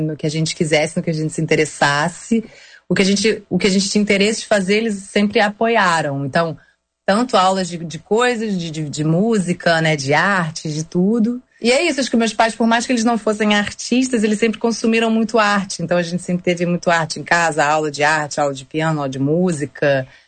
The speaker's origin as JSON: {"language": "Portuguese", "region": "Rio de Janeiro", "country": "Brazil", "tie": "born there", "said": "Eu nasci no Rio, de uma família, né? Minha mãe é do Rio também."}